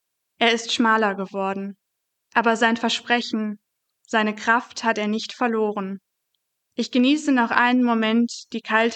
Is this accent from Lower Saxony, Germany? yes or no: no; Essen, North Rhine-Westphalia, Germany; Ich komme aus Essen und bin 20 Jahre alt.